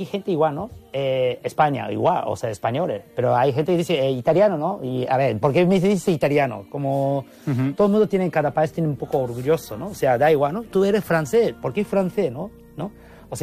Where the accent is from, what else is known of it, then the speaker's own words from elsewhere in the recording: Japan; Spanish is a second language; now in Spain; Bueno, soy japonés.